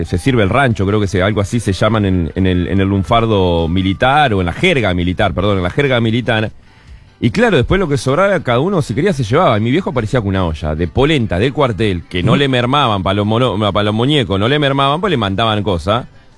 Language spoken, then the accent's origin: Spanish; Montevideo, Uruguay; born there; also born or lived in Bella Unión, Artigas, Uruguay; mi viejo, cuando vinimos del norte, vinimos de Bella Unión, el primer laburo que estuvo fue en el cuartel Florida, ahí en Punta de Rieles